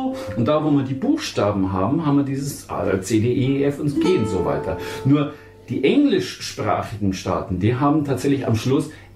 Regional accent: Kaltenberg, Bavaria, Germany; Ich bin in Kaltenberg aufgewachsen, in Kaltenberg, das Ritterturnier, es war schwer.

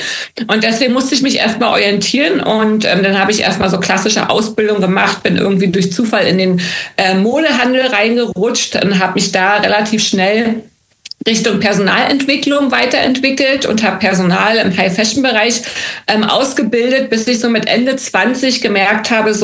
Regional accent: East Germany, Germany; Ja, ich bin ja ein DDR-Kind, also ich bin in der DDR groß geworden, auch zur Schule gegangen, zumindest bis zu meinem 14. Lebensjahr.

